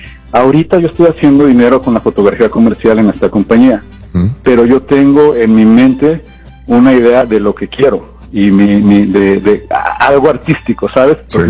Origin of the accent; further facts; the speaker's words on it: Reynosa, Tamaulipas, Mexico; O sea, empecé los finales de los 90 en Reynosa, soy de Reynosa.